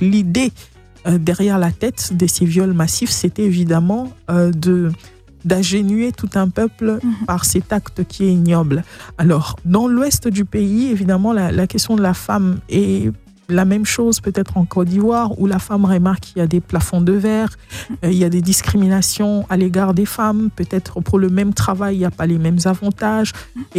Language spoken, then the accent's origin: French; Kinshasa, DR Congo; born there